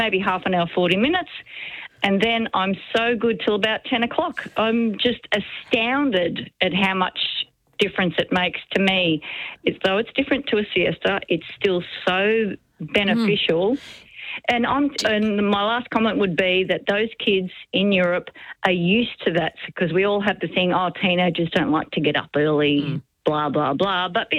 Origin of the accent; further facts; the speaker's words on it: Australia; Now, as for me, being Australian, as I was saying to your producer